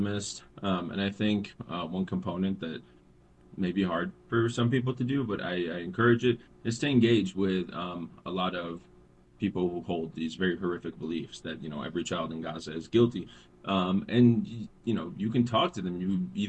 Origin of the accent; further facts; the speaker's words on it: Missouri, United States; now in Colorado, United States; And I grew up in Missouri